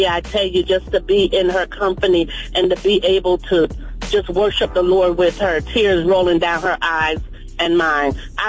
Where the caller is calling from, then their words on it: Fayetteville, North Carolina, United States; I'm calling from Fayetteville, North Carolina.